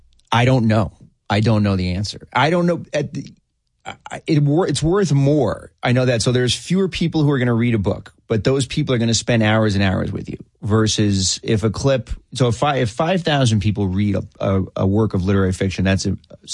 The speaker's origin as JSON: {"language": "English", "region": "New York", "country": "United States", "tie": "born or raised there", "said": "I'm from Rockland County. So the people that are in my extended family, they would not think that I sound like I'm from anywhere. The Bronx affectation of those voices is crazy. So I don't have any of that. But I grew up in Rockland County."}